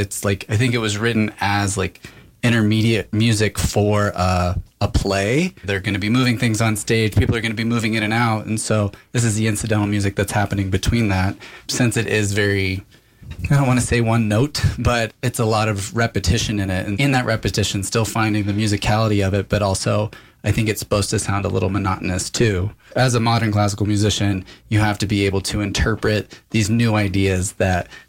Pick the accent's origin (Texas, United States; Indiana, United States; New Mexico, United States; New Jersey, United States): New Mexico, United States; also born or lived in Grants, New Mexico / Farmington, New Mexico; now in Albuquerque, United States; I am a local New Mexican, and so as a local New Mexican from rural New Mexico, Grants and Farmington, we end up in Albuquerque somehow